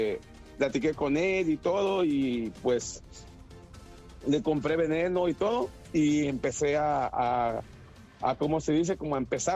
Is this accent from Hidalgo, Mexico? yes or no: no; Cuacoyula, Guerrero, Mexico; born or raised there; now in Riverside, United States